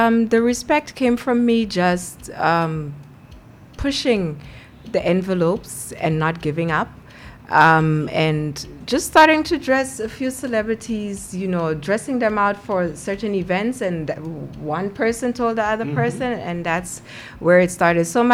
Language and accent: English; Guyana; also born or lived in Botswana; I am coming from Botswana, but I'm a Guyanese.